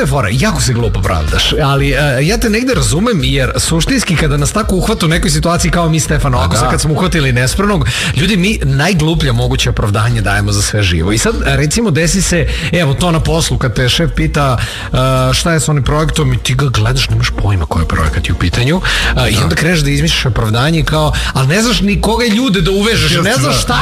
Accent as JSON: {"language": "Serbian", "country": "Serbia", "said": "Ali ovo je samo dokaz koliko su mi kao Srbi jako kreativan narod"}